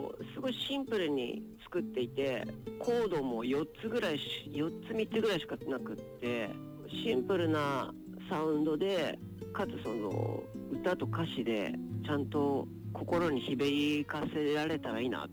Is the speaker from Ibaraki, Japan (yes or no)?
yes; Ibaraki, Japan; 自分自身茨城町の出身なので